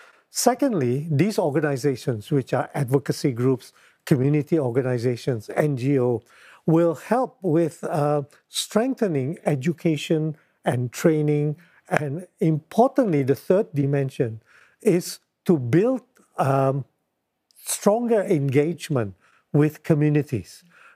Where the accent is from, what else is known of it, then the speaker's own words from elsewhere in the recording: Indonesia; I come from Indonesia. We have 17,000 islands.